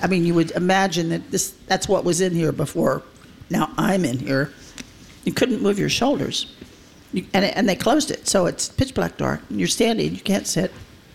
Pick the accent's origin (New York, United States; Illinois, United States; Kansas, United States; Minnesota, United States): Kansas, United States; I always laughed and said I was an escapee from Kansas.